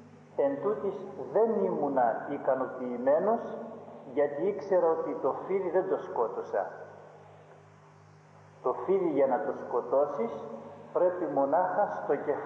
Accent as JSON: {"language": "Greek", "town": "Ioannina", "region": "Epirus", "country": "Greece", "tie": "born or raised there", "said": "Όταν ήμουν μικρό παιδί στα Γιάννενα"}